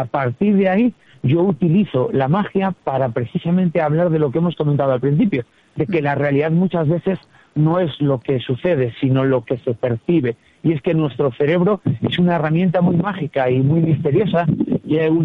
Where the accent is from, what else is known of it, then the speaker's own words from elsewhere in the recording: Castile and León, Spain; pues en mi tierra, que soy de Castilla y León, pues visito algún municipio